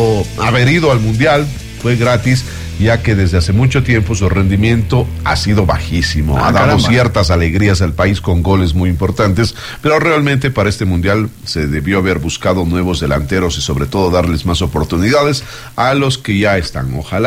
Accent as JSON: {"language": "Spanish", "country": "Ecuador", "said": "como hincha, como ecuatoriano"}